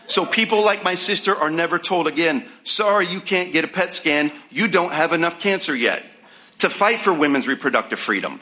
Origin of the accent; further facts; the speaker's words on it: Iowa, United States; So I ran in red Western Iowa to represent my hometown in the Iowa legislature.